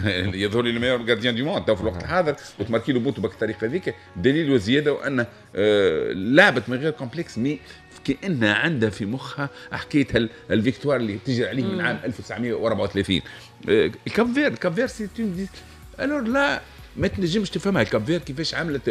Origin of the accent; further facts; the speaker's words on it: Tunisia; انا كتونسي